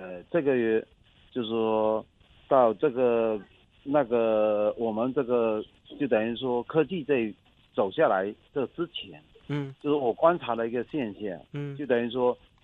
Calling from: Shanghai, China

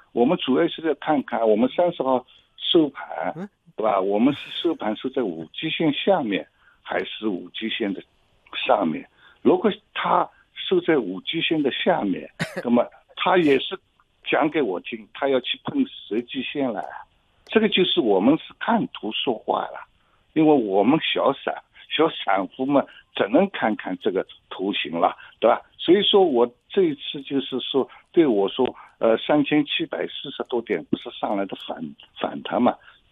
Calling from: Shanghai, China; 我们上海人

